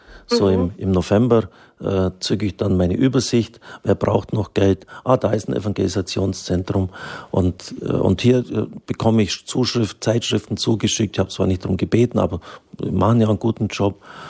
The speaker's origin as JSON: {"language": "German", "region": "Swabia", "country": "Germany", "said": "Ich bin ein Schwabe, dann habe ich den Nettolohn eher hergenommen."}